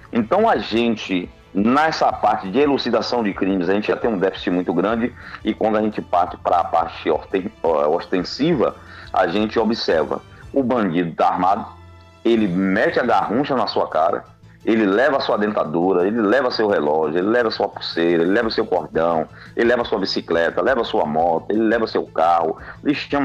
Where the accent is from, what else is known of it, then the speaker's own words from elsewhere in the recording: Bahia, Brazil; aqui no Baixo Sul da Bahia, que é uma região de onde eu sou oriundo